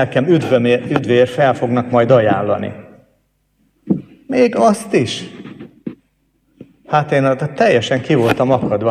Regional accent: Oradea, Bihor, Romania; ahol én felnőttem, Nagyvárad egyik külvárosában

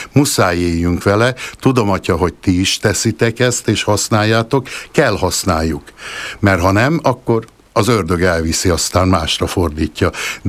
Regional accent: Erdőkürt, Nógrád, Hungary; moved away; az én szülőfalumban vannak a pálos nővérek, egyetlen egy monostoruk van a magyar pálos nővéreknek, Erdőkürtön

